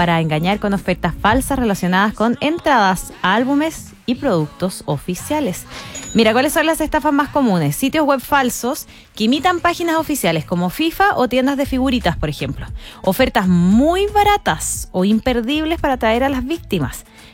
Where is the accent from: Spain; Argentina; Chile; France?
Chile; Sí, porque somos futboleros los chilenos, po.